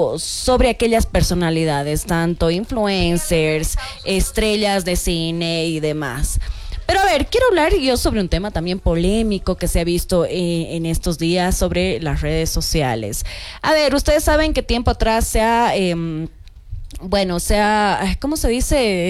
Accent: Bolivia

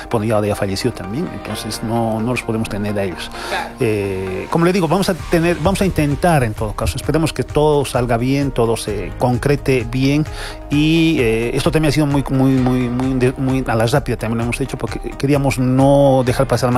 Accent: Bolivia; todos somos bolivianos, todos nos deberíamos sentir bolivianos

